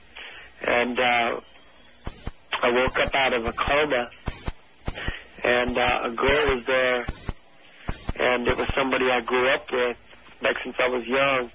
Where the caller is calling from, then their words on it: the Valley, California, United States; I'm from the Valley, too.